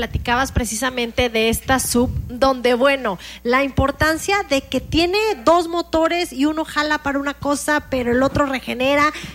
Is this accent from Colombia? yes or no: no; northern Mexico, Mexico; moved away; Yo que soy norteña y que me encanta ir al norte del país y por carretera